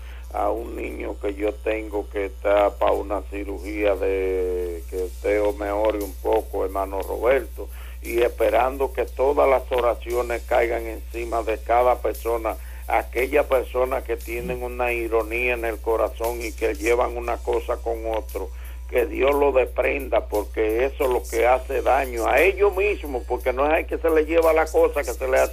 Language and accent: Spanish; Espaillat, Dominican Republic; born there; moved away; Puesto Grande, La Joya, mi tierra querida, aunque vive en otro lugar. Fue la tierra que más hambre me quitó en mi juventud